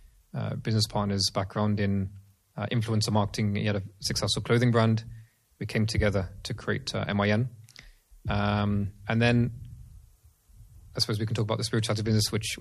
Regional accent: London, United Kingdom; born and raised in London, always been in London. The only exception to that was a short period of time in Mauritania, just studying a little bit of Arabic

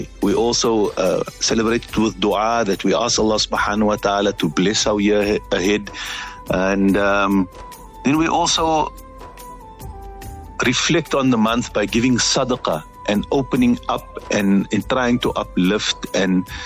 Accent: Cape Town, Western Cape, South Africa; For me as a child, growing up in Bukap

